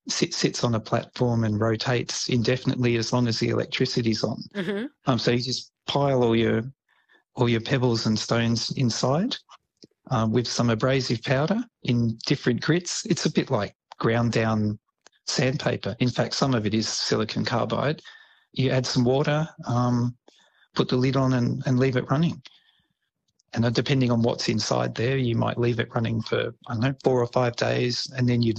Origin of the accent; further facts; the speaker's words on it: Australia; being an Australian myself, and particularly materials that are not even mined, they're just found.